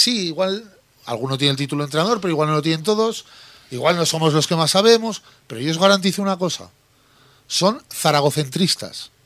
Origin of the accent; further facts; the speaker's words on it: Spain; No soy menos español por ello.